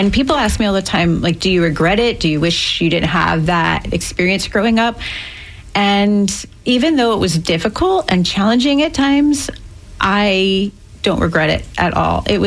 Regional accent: Pensacola, Florida, United States; born there; So I was born in the Panhandle, Pensacola, Florida.

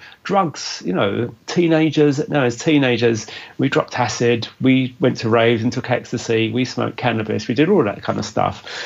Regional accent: London, United Kingdom; I grew up in London, and that's what I know. I know East London, West London, Central London, South London.

